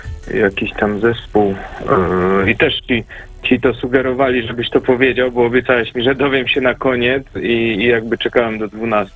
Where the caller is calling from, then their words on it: Olsztyn, Warmian-Masurian Voivodeship, Poland; z Olsztyna.